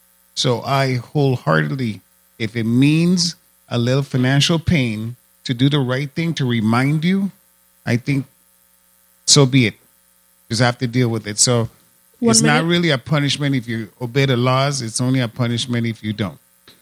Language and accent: English; Frederiksted, St. Croix, U.S. Virgin Islands; I grew up in Williams Delight, 117.